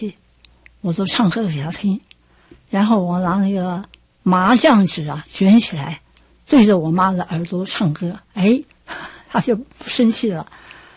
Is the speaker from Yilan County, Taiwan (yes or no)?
no; Gangshan, Kaohsiung, Taiwan; born there; 回到冈山，我就本来念的是中正中学，我就白天休学，读夜校，福华夜校，